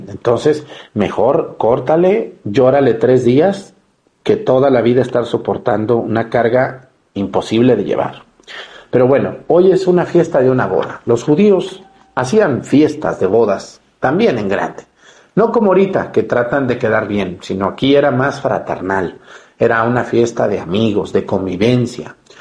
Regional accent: Mexticacán, Jalisco, Mexico; Cuando en mi pueblo, en Mesticacán, inauguramos la Virgen del Carmen

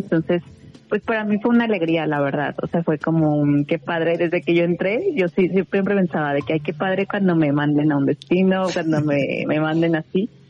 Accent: Mexico; moved away; siendo además mexicanas

